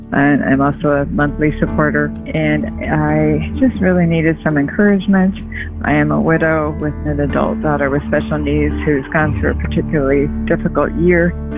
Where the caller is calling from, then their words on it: Hutchinson, Kansas, United States; I'm calling from Hutchinson, Kansas.